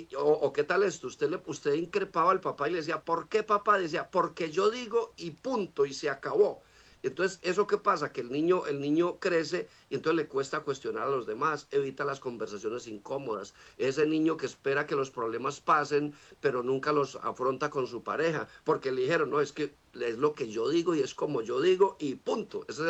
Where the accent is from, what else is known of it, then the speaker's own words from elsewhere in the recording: Marinilla, Antioquia, Colombia; born there; Sí, yo nací en Marinilla.